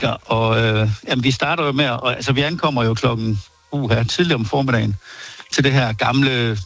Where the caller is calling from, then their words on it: Aarhus, Central Denmark Region, Denmark; Vi er fra Aarhus.